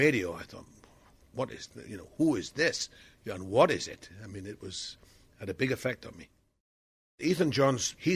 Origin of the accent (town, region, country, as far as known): Wales, United Kingdom; born or raised there